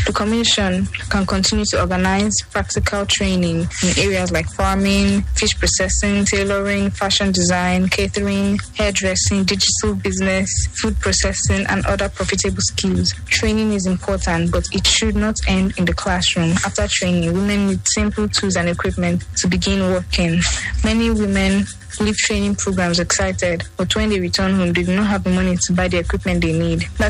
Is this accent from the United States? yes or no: no; Rivers, Nigeria; I am from Awada in River State. I am a mother of four and a small businesswoman.